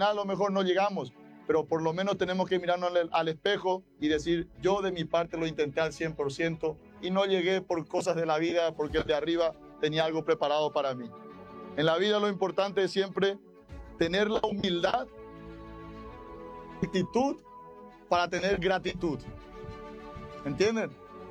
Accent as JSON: {"language": "Spanish", "town": "San Joaquín", "region": "Caaguazú", "country": "Paraguay", "tie": "born there", "moved": "yes", "said": "vengo hace años atrás, como un niño como ustedes, viniendo de un pueblito llamado San Joaquín"}